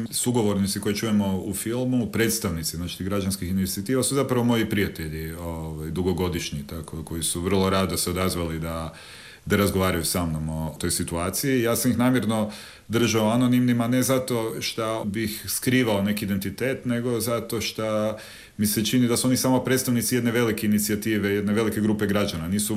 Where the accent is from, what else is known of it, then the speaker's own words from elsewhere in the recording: Zagreb, City of Zagreb, Croatia; Ja sam odrastao u Travnom i tamo još uvijek živi dio moje obitelji